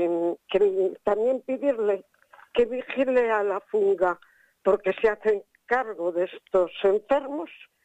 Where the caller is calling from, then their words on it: Pontevedra, Galicia, Spain; Desde Pontevedra.